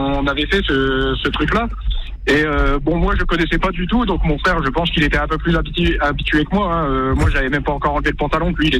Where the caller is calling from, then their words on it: Montpellier, Occitanie, France; Et je suis de Montpellier.